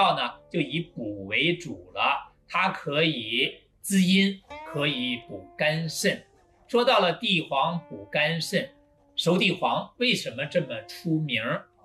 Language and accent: Chinese; China; 我们中国人